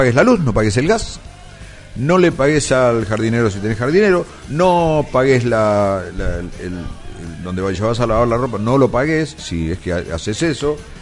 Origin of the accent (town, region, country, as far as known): Argentina